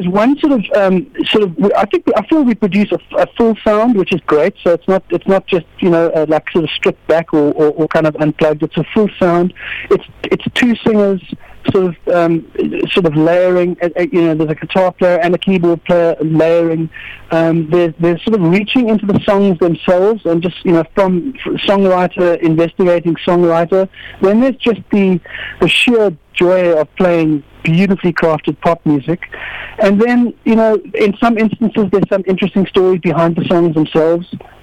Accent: Hout Bay, Western Cape, South Africa; I grew up in Hart Bay, and it was a school holiday, June, July, you know, that classic northwester

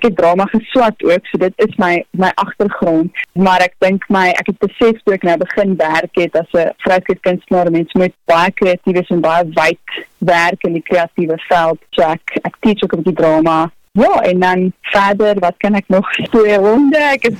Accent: Western Cape, South Africa; born there; now in Goodwood, South Africa; ek is oorspronklik eintlik van die Helderberg area af ook, so ek ken daai valley baie goed en ek's baie lief vir daai beautiful vibe of so. Maar tans bevind ek myself nader aan die stad, ek bly in Goodwood.

